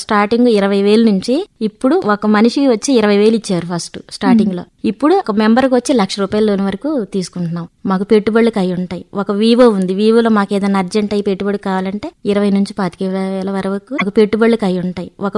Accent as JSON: {"language": "Telugu", "town": "Kondapalli", "region": "Andhra Pradesh", "country": "India", "tie": "born there"}